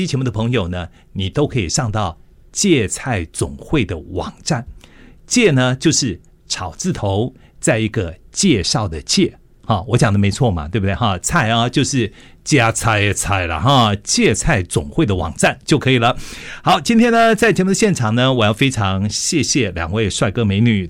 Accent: Taiwan; 我们台湾人

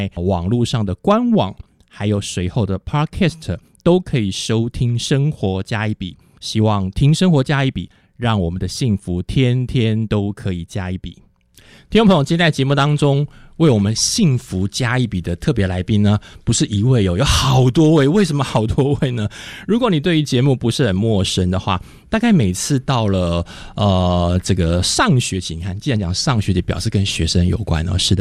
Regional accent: Taichung, Taiwan; moved away as an adult; also born or lived in Taipei; 我是台中人，后来到了台北念书

